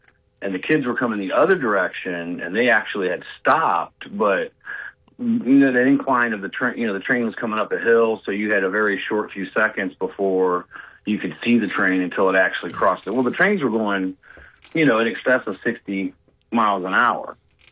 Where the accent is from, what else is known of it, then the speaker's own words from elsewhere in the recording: Akron, Ohio, United States; I'm a city slicker. I was, you know, born and raised in Akron, Firestone Park area.